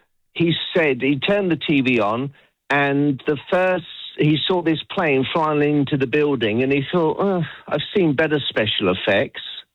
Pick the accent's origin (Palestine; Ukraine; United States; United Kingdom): United Kingdom; now in New Zealand; I'm British, but live in New Zealand.